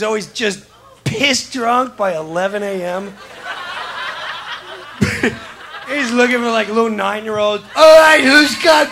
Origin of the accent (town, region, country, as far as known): Long Island, New York, United States; born or raised there